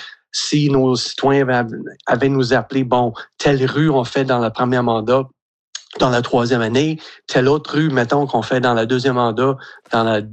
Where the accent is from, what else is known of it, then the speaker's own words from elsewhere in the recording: Petit-Cadillac, Quebec, Canada; now in Mascouche, Canada; moi, je suis natif de Petit-Cadillac, puis même dans les années 70-80, un petit village de 15-5 personnes